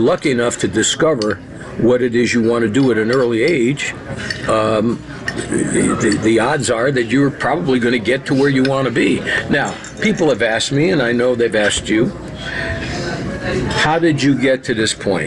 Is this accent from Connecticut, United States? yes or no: yes; Hartford, Connecticut, United States; moved away; it's in Hartford, which is my hometown.